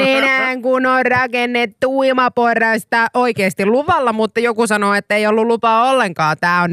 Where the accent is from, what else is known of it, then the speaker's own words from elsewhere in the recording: Kuopio, North Savo, Finland; koska olen Kuopiosta kotoisin